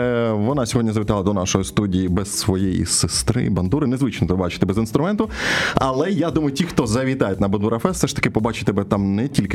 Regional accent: Chernihiv, Chernihiv Oblast, Ukraine; born there; я там колись народився в Чернігові

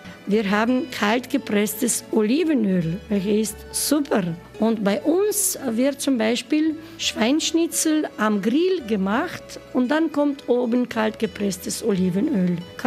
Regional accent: Istria County, Croatia; German is a second language; Bei uns in Istrien, wir lieben Leben, weil wir essen gut. Wir haben noch immer sehr gute Trinkwasser.

